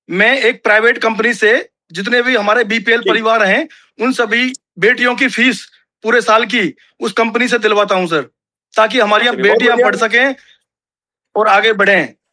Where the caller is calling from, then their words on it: Palwal district, Haryana, India; Sir, जिला Palwal, block Prithla.